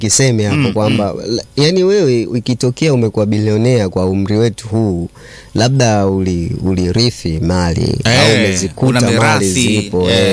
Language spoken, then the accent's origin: Swahili; Sukumaland, Tanzania; Usukumani kwetu kule bana, wanaita matairi.